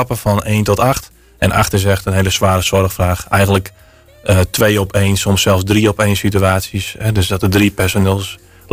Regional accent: Franeker, Friesland, Netherlands; now in Sexbierum, Netherlands; ik ben opgegroeid in Franeker. Ik ben een echte Franeker van origine.

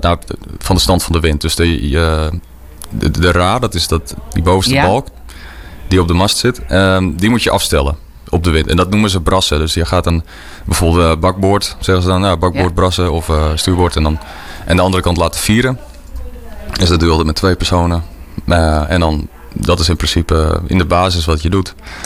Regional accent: Grou, Friesland, Netherlands; ik kom zelf uit Grauw.

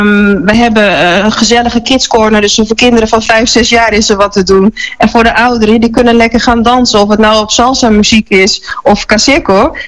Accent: Friesland, Netherlands; also born or lived in Amsterdam / Dokkum / Heerenveen; Ik ben Fries. Mijn vader is wit Fries. Mijn moeder is zwart Surinaams. Ik ben geboren in Amsterdam. Maar sinds mijn eerste levensjaar woonachtig in Friesland. Van Dokkum tot Heerenveen.

